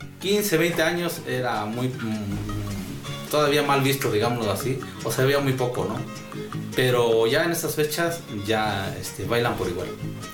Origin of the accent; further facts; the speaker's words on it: Mexico; todos como mexicanos, porque todos tenemos tradiciones.